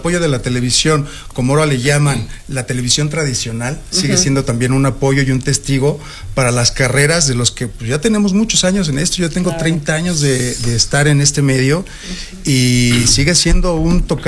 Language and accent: Spanish; Veracruz, Mexico; Hecho en México, ¿no? Sí. Veracruz.